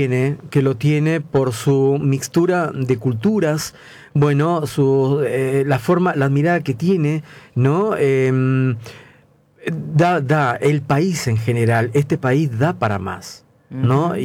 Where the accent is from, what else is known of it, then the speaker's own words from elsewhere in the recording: Peru; now in Argentina; a mí me pasa cuando yo me voy a mi país, lo extraño, Rosario.